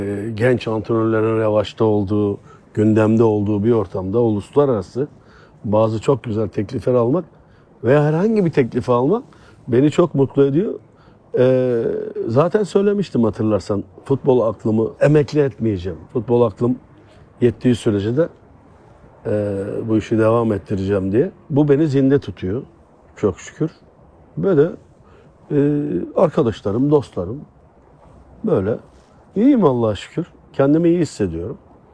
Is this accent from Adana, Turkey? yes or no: yes; Adana, Turkey; Adanalıyım ben, nezaket sahibiyim.